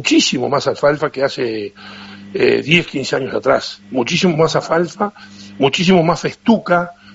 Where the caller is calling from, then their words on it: Cardona, Soriano, Uruguay; en esta zona particularmente, te hablo de Cardona, la zona de Cuchilla del Perdido